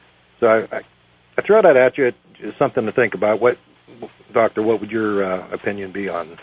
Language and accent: English; Pennsylvania, United States; I'm from Western Pennsylvania.